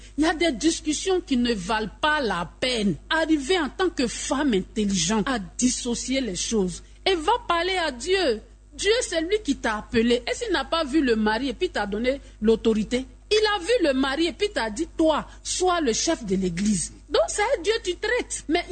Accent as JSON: {"language": "French", "region": "Abidjan", "country": "Côte d’Ivoire", "said": "Mais chez nous, à Abidjan, ici, non."}